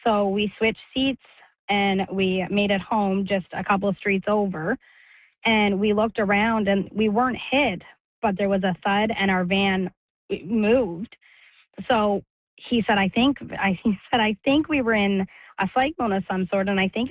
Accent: Summerside, Prince Edward Island, Canada; I'm from Summerside PEI.

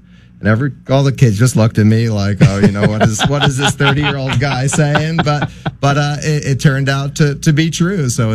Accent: New York City, New York, United States; moved away as an adult; now in Tucson, United States; I grew up in Brooklyn, New York, so I went to Aqueduct and Belmont and Saratoga

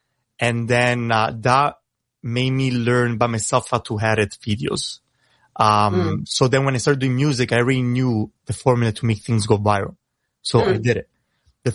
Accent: Italy; first language Italian; English is a second language; I'm trying now to get better to rap in English because it's obviously not my first language. You hear my accent a lot, but in Italian just becomes natural.

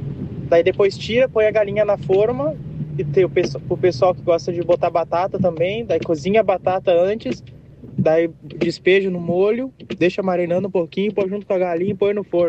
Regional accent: Canoas, Rio Grande do Sul, Brazil; sou de Canoas.

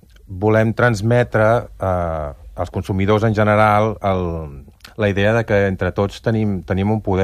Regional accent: Barcelona, Catalonia, Spain; now in Banyoles, Spain; jo sóc fill de Barcelona, he viscut mitja vida a Barcelona i ara porto mitja vida en comarques gironines i Banyoles

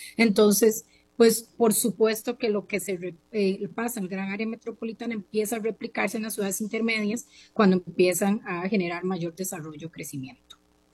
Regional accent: Costa Rica

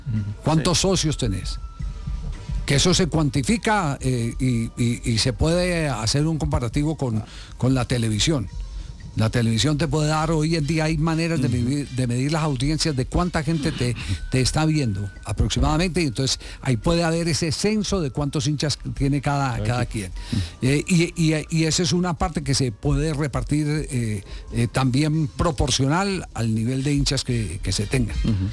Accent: Manizales, Caldas, Colombia; el equipo de mi tierra, el Once Caldas de la ciudad de Manizales.

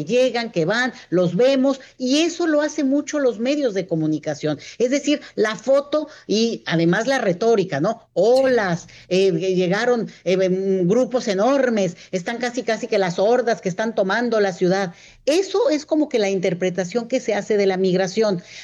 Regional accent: Mexico; y nos incluye como mexicanos, el país de más inmigración migratoria del planeta, siempre lo digo

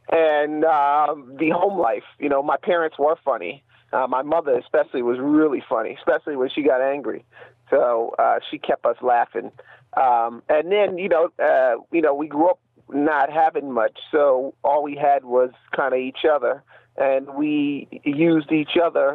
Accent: New York, United States; because I'm from New York, I would like to see the Mets win.

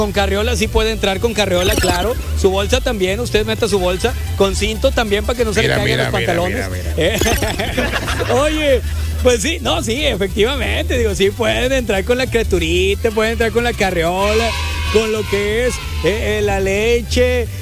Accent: northern Mexico, Mexico; Es que nosotros somos norteños, pero somos mexicanos.

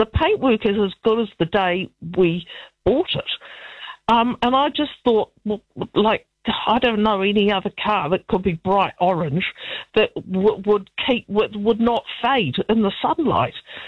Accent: Dunedin, Otago, New Zealand; See, I'm originally from Dunedin

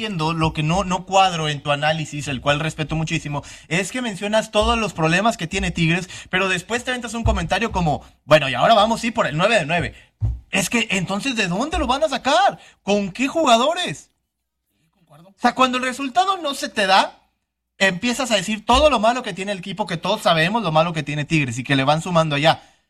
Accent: Monterrey, Nuevo León, Mexico; Porque yo orgullosamente soy regiomontano y mexicano y amo nuestra plaza

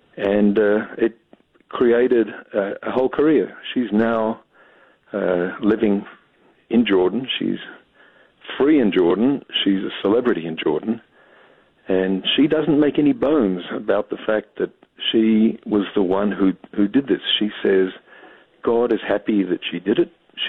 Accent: Australia; now in United States; I don't sound much like an American, and that's because I'm an Australian, born in Australia. But my wife's an American, and our children have all been Americans from birth.

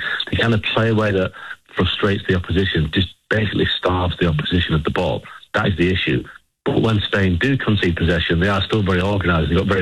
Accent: England, United Kingdom; Well, listen, speaking as an Englishman, you're still feeling the pain of what happened in Atlanta the other day.

